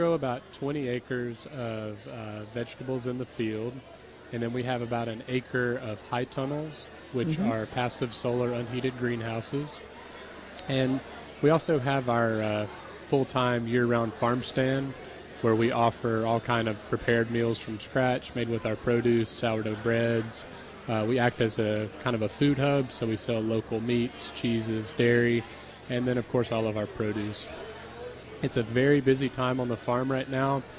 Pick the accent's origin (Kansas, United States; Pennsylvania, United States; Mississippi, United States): Mississippi, United States; bringing an organic farm back to my hometown